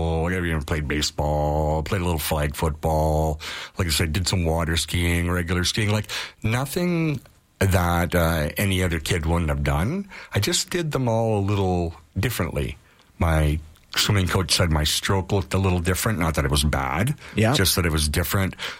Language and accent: English; Spruce Grove, Alberta, Canada; also born or lived in Calgary; Well, I was born in Calgary. And then was brought up to Spruce Grove.